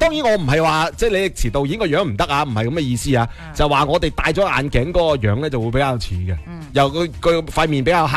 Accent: Guangdong, China; 我哋广东人

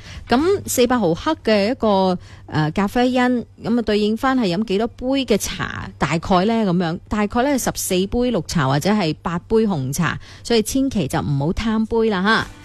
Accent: China; 咁啊讲到冲茶，讲到饮茶咧，其实我哋中国人好有发言权啦

